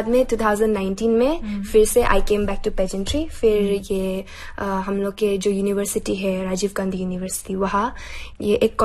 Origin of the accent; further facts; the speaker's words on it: Pasighat, Arunachal Pradesh, India; also born or lived in Seppa; मैं एक्चुअली पासीघाट से हूँ। मेरा जन्म हुआ था सेप्पा में, मेरी मॉम सेप्पा की है, लेकिन my dad is from Pasighat, he is a गालो पर्सन। सो हाँ, तो मेरा मम्मी निशी है, पापा गालो है, एंड एकदम आदि कम्युनिटी के बीच में ब्रॉटअप हुई हूँ मैं।